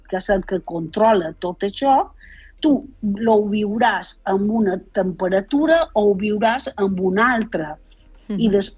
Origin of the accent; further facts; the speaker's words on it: Balearic Islands, Spain; accent: not central Catalan (island Catalan); Si vius a les illes, com són jo, i ja tothom se'n deu haver donat compte que el meu català no és el català central